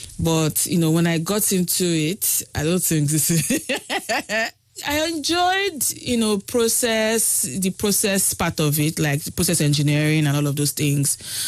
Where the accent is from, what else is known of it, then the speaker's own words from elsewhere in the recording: Ibadan, Oyo, Nigeria; also born or lived in Lagos / Enugu; So I was born in Lagos, but my parents, so they moved first from Lagos to Enugu. So my first school was in Enugu before we then moved to Ibadan. It was a chilled, calm, you know, city, Ibadan.